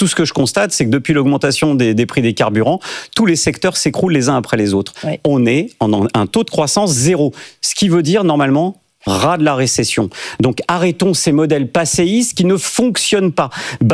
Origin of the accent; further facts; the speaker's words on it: France; Vous savez, je suis français, je suis comme tout le monde, je vois l'état de la dette